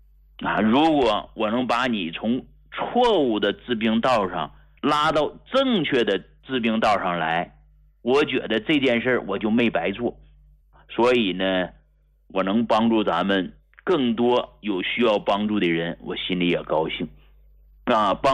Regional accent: Hegang, Heilongjiang, China; 我是从农村走出来的中医大夫，一个土生土长的农民的儿子啊，从黑龙江鹤岗农村走出来的一个平民医者，不怕辛苦。

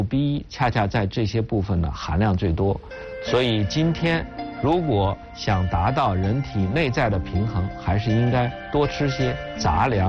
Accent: Shanxi, China; 我小时候在母亲的老家山西雁北的农村生活过，那里生活艰苦

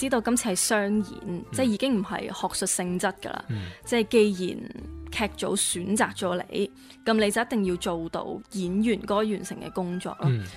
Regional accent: Macau; 我同麦思玉一样都是土生土长的澳门人

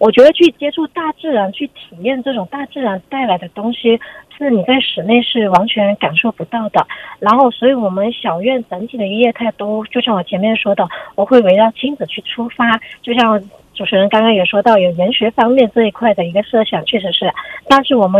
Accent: Chaoshan, Guangdong, China; 像我们潮汕人有一句话

